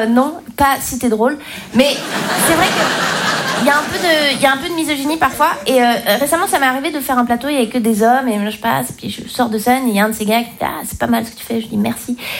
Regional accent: Romandy, Switzerland; Donc moi, je viens de Suisse romande, chez moi, on parle français, mais en même temps, on n'a pas la même psychologie que les Français.

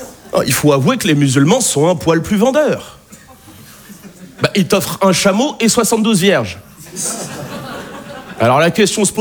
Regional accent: Nouvelle-Aquitaine, France

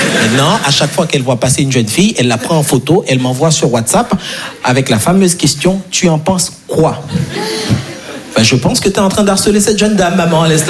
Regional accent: Haiti; Moi, je suis très frileux, je ne vais pas vous mentir, parce que je suis né et grandi en Haïti, et en Haïti, on n'a pas les 4 saisons, ok?

